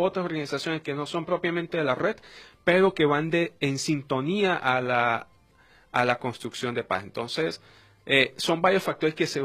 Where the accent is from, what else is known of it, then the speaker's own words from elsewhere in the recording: Venezuela; somos venezolanos.